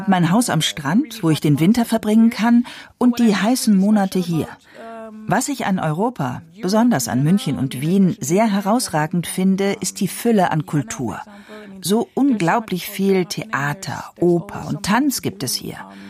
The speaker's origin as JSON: {"language": "German", "country": "Trinidad & Tobago", "moved": "yes", "said": "Nach Trinidad komme ich nicht so häufig, aber ich vermisse meine Heimat sehr."}